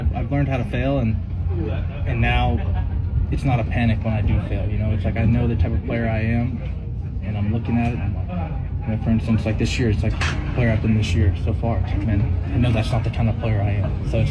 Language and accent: English; East Coast, United States; I'm from the East Coast, so I like being on this time zone.